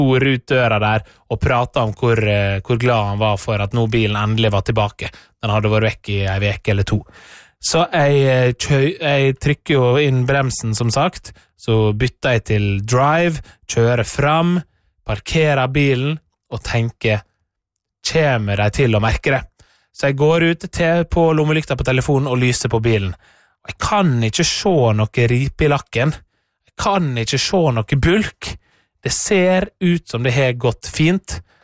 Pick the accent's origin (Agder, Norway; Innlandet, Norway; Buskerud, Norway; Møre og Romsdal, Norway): Møre og Romsdal, Norway; born or raised there; moved away